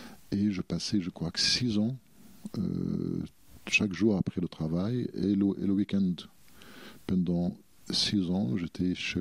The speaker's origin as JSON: {"language": "French", "town": "Cairo", "region": "Cairo Governorate", "country": "Egypt", "tie": "born or raised there", "first_language": "Arabic", "second_language": "French", "moved": "as an adult", "lives_now": "France", "said": "Centre-ville du Caire. Je suis né, j'ai passé le 30 première 30 ans de ma vie au centre-ville du Caire. Après le mariage, à 30 ans, on est déménagé à côté de l'aéroport à l'est du Caire."}